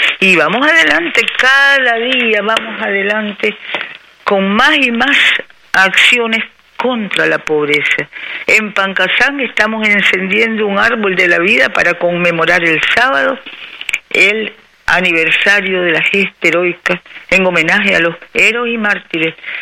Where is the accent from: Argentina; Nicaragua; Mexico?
Nicaragua; Somos nicaragüenses